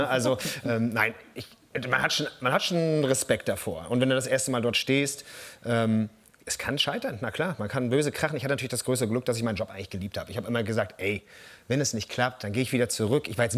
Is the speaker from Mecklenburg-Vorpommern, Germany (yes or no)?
yes; Mecklenburg-Vorpommern, Germany; Und unter den Norddeutschen sind wir Mecklenburger schon noch mal die Ultras.